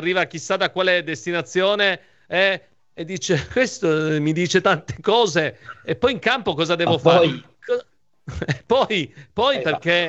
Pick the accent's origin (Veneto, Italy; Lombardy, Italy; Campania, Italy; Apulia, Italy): Apulia, Italy; Io sono molto schietto, sono pugliese come te di origine